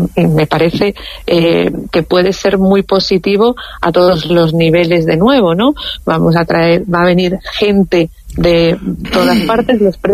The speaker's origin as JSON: {"language": "Spanish", "country": "Spain", "said": "que España somos también latinos. O sea, de hecho diría que somos latinos de salida"}